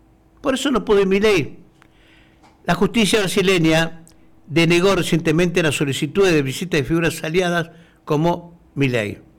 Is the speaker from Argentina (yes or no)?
yes; Argentina; Acá nosotros como argentinos no.